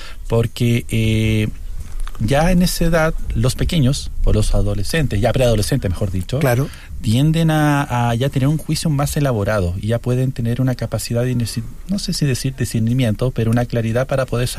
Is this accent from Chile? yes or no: yes; Chile; niños que somos chilenos